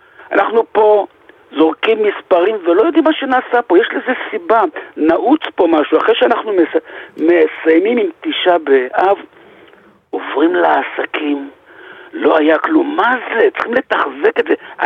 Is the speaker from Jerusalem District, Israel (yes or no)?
no; Bnei Brak, Tel Aviv District, Israel; אני בני ברקי והתפללתי בבית כנסת מאירב של פה בבית סילל.